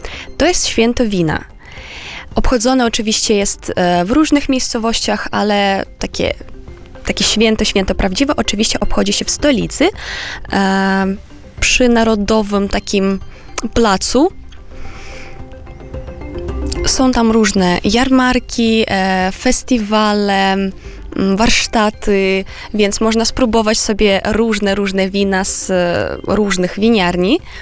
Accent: Moldova; Polish is a second language; now in Poland; jak powiedziałam, że jestem z małego miasta, to oczywiście Kiszyniów, no to jest duże miasto dla mnie.

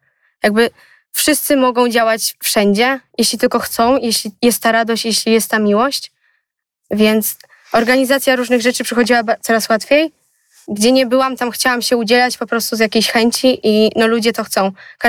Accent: Warsaw, Masovian Voivodeship, Poland; mieszkam od urodzenia tutaj na osiedlu, więc do parafii również uczęszczam od zawsze w sumie.

